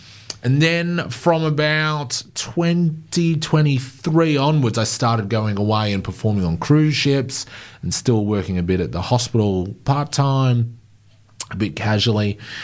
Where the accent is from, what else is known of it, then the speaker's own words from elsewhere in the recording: Yarra Valley, Victoria, Australia; moved away as an adult; also born or lived in Brisbane; now in Ballarat, Australia; I grew up in the Yarra Valley. And then I moved to Brisbane for a job, and then I met my wife there, and we got married, and we have a kid, and I'm not from Brisbane, and my wife's not from Brisbane.